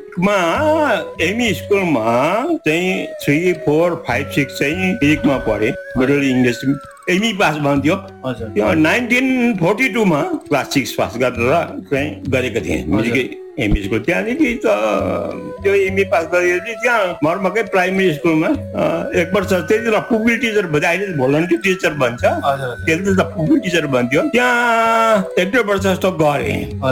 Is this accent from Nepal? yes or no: no; West Bengal, India; also born or lived in Mirik; 21 तारिक अप्रेल 1929 जन्म भएको रहेछ। मेरो जन्मस्थान चाहिँ फेरि मर्मा